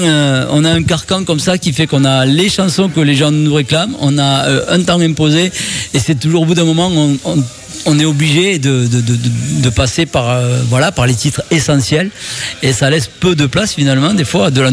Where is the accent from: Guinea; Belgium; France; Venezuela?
France; South-West France; nous c'est sud-ouest